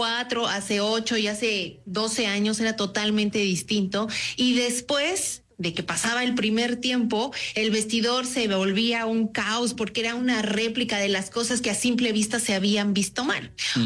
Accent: Mexico; me encanta ser mexicana.

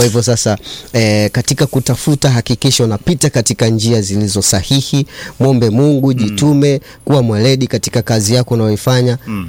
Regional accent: Sukumaland, Tanzania; Usukumani kwetu kule bana, wanaita matairi.

